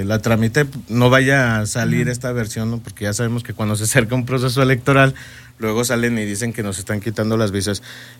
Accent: Mexico

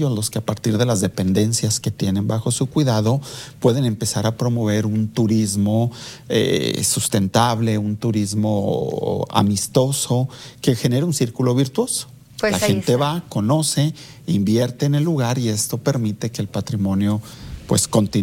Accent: Aguascalientes, Mexico; Si nosotros que somos de Aguascalientes no conocemos lugares como el Acueducto del Saucillo

